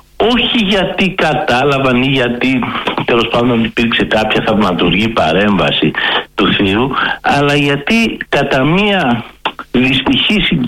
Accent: Chios, North Aegean, Greece; στην Χίο, στην πατρίδα μου, από εδώ που σας μιλάω

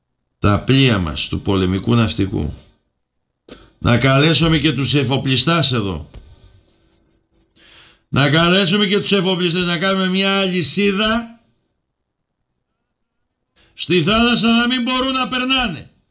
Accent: Greece; ως Έλληνας πολίτης

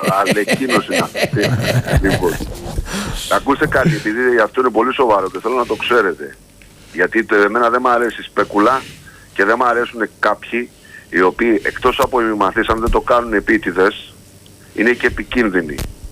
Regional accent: Greece; Discrimination σημαίνει, εάν εγώ που είμαι Έλληνας, εσείς, κάποιος που είναι από το Πακιστάν

